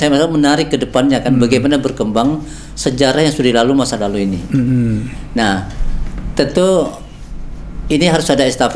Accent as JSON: {"language": "Indonesian", "region": "Riau Islands", "country": "Indonesia", "moved": "yes", "lives_now": "Riau, Indonesia"}